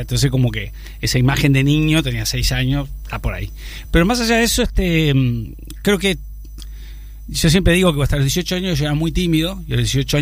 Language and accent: Spanish; Uruguay